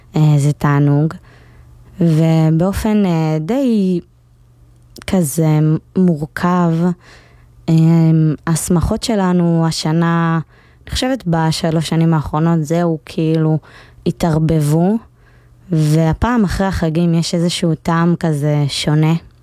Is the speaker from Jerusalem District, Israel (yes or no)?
no; Kfar Yona, Central District, Israel; חברת ילדות טובה שלי, גדלנו יחד בכפר יונה